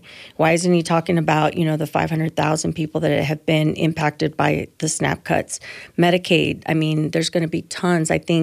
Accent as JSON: {"language": "English", "region": "Arizona", "country": "United States", "tie": "born or raised there", "said": "I put down roots in the same communities in which I grew up in Pinal County."}